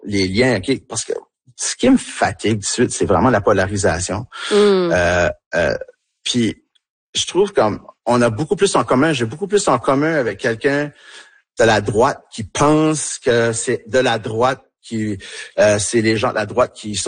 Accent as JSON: {"language": "French", "town": "Tracadie", "region": "New Brunswick", "country": "Canada", "tie": "born or raised there", "also_born_or_lived": "Niagara Falls, Ontario", "said": "Je suis né en Ontario, à Niagara Falls, en Ontario, chez les anglophones. C'est une famille francophone de parents très fiers acadiens qu'on n'a pas le droit de parler en anglais dans la maison et ainsi de suite. Déménager en ruralité à Tracadie"}